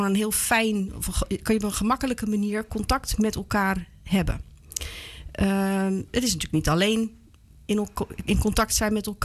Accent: The Hague, South Holland, Netherlands; 49 lentes jong. Bovenal moeder van mijn 3 kinderen. Ik kom uit Den Haag

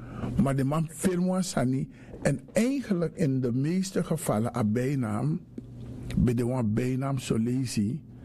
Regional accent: Suriname; born there; Ik ben geboren in Suriname, ik ben opgegroeid aan de Herassingstraat.

